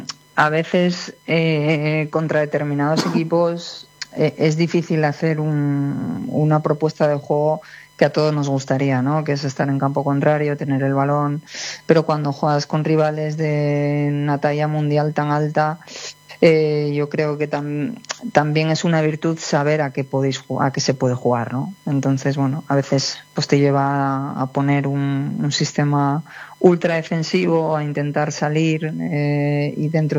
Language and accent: Spanish; Spain; soy española